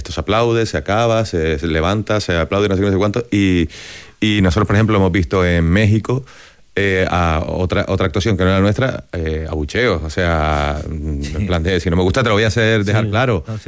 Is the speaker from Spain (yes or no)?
yes; Canary Islands, Spain; siendo canario un pueblo que ha emigrado y que ha recibido mucha inmigración y del que me siento orgulloso